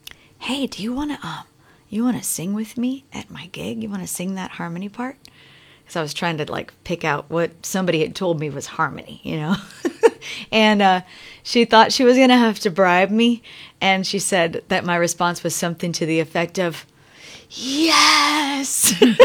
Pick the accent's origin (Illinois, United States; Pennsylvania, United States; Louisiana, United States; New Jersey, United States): Louisiana, United States; also born or lived in North Dakota; And then we're from Louisiana, but my dad took this job working in North Dakota and teaching flight school at UND, the University of North Dakota.